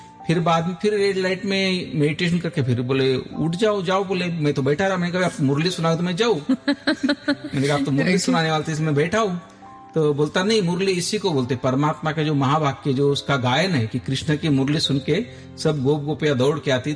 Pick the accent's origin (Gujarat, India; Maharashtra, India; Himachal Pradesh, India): Maharashtra, India; Bhadgaon; हमारे गांव में, जब जलगांव डिस्ट्रिक्ट में भड़गांव तहसील में हमारा गांव है, तो वहां पर हम रहते थे।